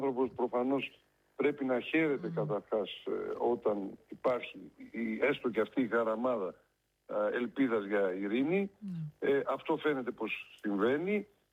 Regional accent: Athens, Attica, Greece; moved away as an adult; also born or lived in Soviet Union / Russia; Γεννήθηκα στην Κυψέλη, η μητέρα μου μοδίστρα, ο πατέρας μου σιδηροδρομικός

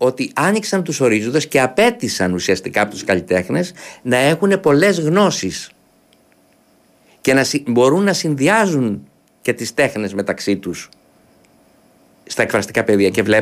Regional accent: Greece; ως Έλληνες δημιουργοί και καλλιτέχνες

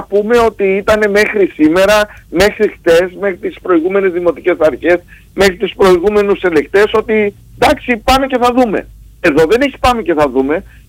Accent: Greece; εμείς ως Έλληνες

